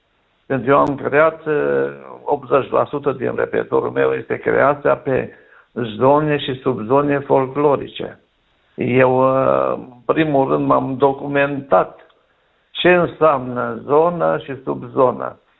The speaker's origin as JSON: {"language": "Romanian", "country": "Romania", "said": "ne putem mândri că suntem români"}